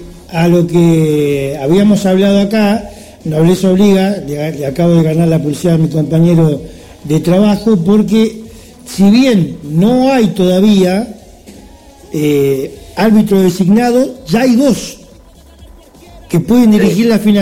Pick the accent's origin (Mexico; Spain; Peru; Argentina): Argentina; siendo Argentina, a los argentinos nos viene bien esto